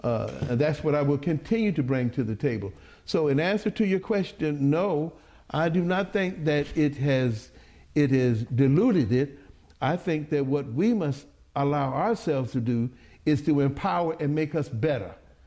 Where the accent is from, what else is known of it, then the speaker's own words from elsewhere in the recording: Jacksonville, Florida, United States; When I was growing up in Jacksonville